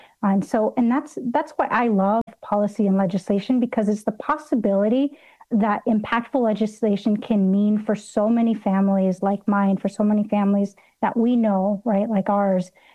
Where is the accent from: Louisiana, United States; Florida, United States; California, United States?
California, United States; Los Angeles; I grew up in Los Angeles.